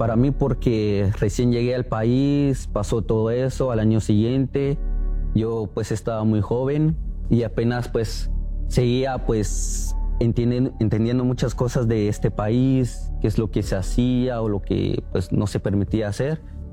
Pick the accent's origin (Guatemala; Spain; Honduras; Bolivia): Guatemala; moved away as an adult; now in United States; Soy de Guatemala y actualmente pues tengo 21 años de edad.